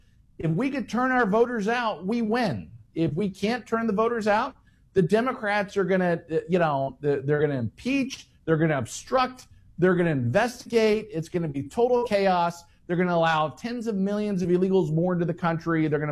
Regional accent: Florida, United States; I'm from Florida

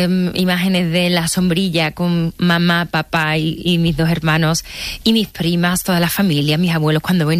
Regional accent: Seville, Andalusia, Spain; Fíjate que soy de Sevilla, que no tenemos mar

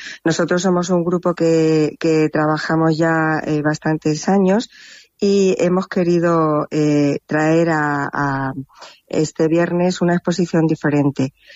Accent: Castilla-La Mancha, Spain; yo creo que a los ancestros de toda la gente que somos manchegas, que es del trabajo en el campo

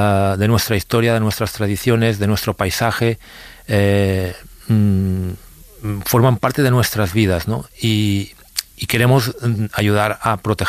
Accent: Sant Sadurní d'Anoia, Catalonia, Spain; Yo, por ejemplo, en mi pueblo, es un pueblo que está rodeado de viñedos, San Sadurní de Noia

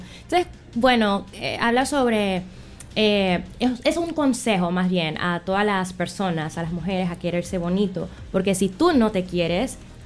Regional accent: Panama; yo soy cantautora panameña de afrobeat.

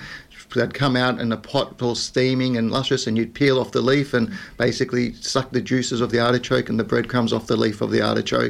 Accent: Glenbrook, New South Wales, Australia; It was a really interesting upbringing. Growing up in Glenbrook at that time was very much an Australian-based area. And coming down and being with Dad's side of the family, the different foods, the different music, the different surnames was even something that was quite different.

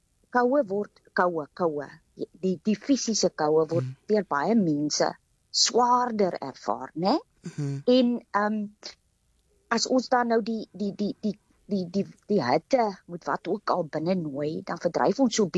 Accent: Karoo, South Africa; now in Cape Town, South Africa; Nou, ek is van nature so, ek het in die Karoo groot geword. Ek het met son groot geword.

